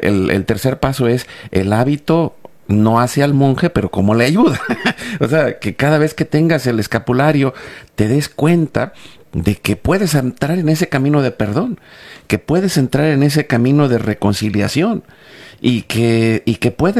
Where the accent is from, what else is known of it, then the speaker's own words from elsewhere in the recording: Mexico; no nos reímos de la muerte, sino solamente somos mexicanos.